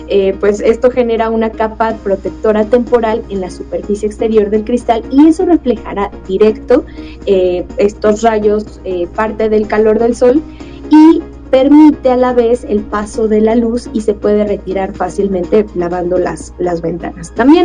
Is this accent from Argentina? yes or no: no; Mexico